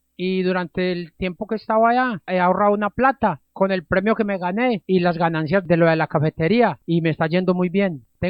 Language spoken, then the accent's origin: Spanish; Supía, Caldas, Colombia; Yo soy de Supía, Caldas.